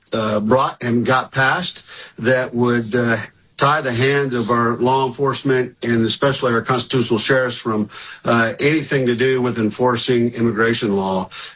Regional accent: Texas, United States; now in Virginia, United States; You know, Sam Houston was a Virginian, became a Texan. I'm a Texan who became a Virginian

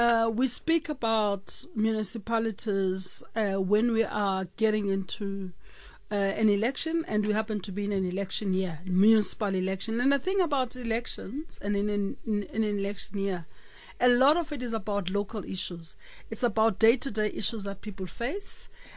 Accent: South Africa; As a South African, I think we've always, I mean, we've just celebrated Mandela Day, right?

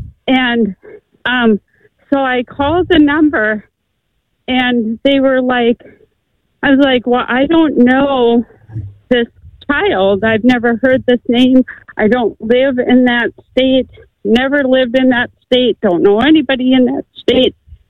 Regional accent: Minnesota, United States; I think it was from, I'm from Minnesota

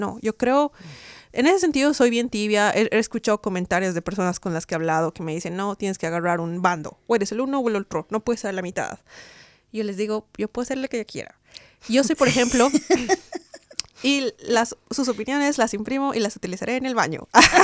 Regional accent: Bolivia; moved away; las dos somos de Bolivia, de los Andes

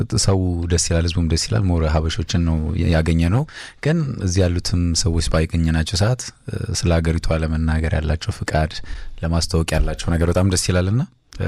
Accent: Addis Ababa, Ethiopia; እኔ አዲስ አበባ ልጅ ነኝ። ያው ፈረንሳይ ለጋ ሲሆን ያው ብዙ ሰው ያውቃታል።

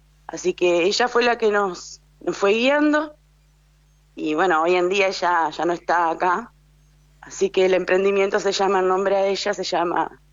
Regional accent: San Gustavo, Entre Ríos, Argentina; No, nosotros somos oriundos de San Gustavo, que es un pueblito muy chiquito.

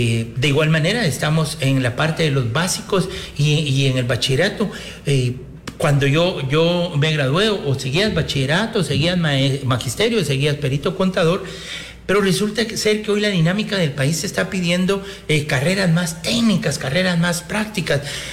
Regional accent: Guatemala; yo sí creo que como guatemaltecos o como jóvenes o los que deseen estudiar deberían de tener una alternativa

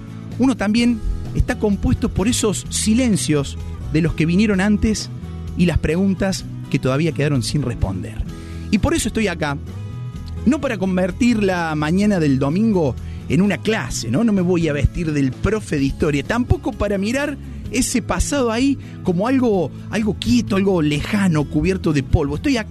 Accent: Laguna Larga, Córdoba, Argentina; Yo, por ejemplo, vengo de Laguna Larga, un pueblito del interior de la provincia de Córdoba.

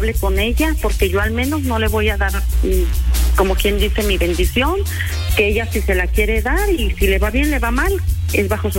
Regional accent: Celaya, Guanajuato, Mexico; now in Dallas, United States; Soy originaria de Celaya, Guanajuato.

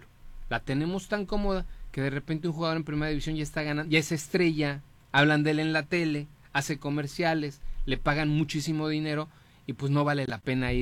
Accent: Mexico; muy propia, por ejemplo, de nuestra genética como mexicanos.

